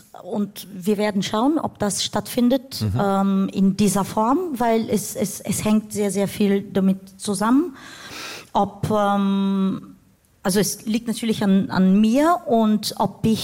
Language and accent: German; Bulgaria; moved away; also born or lived in Germany; gab es eine Einladung in mein Heimatland. Und das war eine Überraschung für mich, weil die Vorbereitungen fanden ohne mich statt. Und wir waren 3 Tage da. Aber letztendlich bin ich vor 10 Jahren zurückgekehrt.